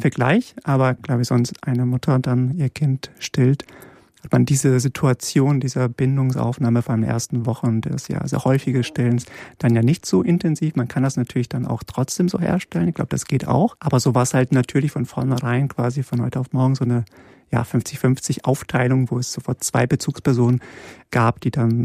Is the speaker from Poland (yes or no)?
yes; Poland; born there; moved away; Ich bin in Polen geboren worden